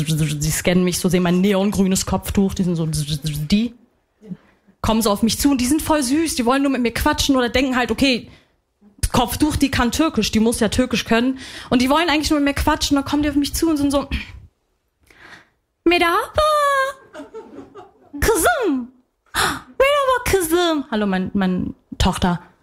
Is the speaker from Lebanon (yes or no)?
yes; Lebanon; Ich so, ja, Tante, ich bin Libanesin.